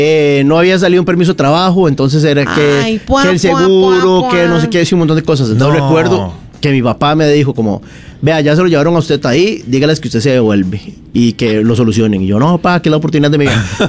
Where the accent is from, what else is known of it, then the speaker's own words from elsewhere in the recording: Costa Rica; compré vuelo y me devolví a Costa Rica